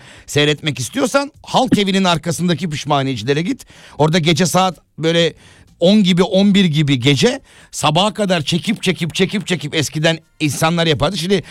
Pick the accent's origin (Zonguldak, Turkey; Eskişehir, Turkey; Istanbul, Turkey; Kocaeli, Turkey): Kocaeli, Turkey; İzmit; Ben İzmitli olarak